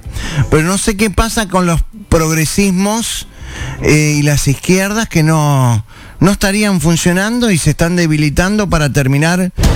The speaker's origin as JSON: {"language": "Spanish", "country": "Uruguay", "said": "Yo soy uruguayo, vos sos colombiana"}